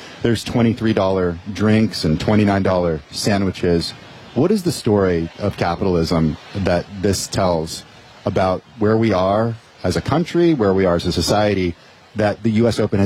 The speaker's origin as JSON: {"language": "English", "region": "California", "country": "United States", "tie": "born or raised there", "said": "This is something, as a Californian, you know, we had such an advantage growing up"}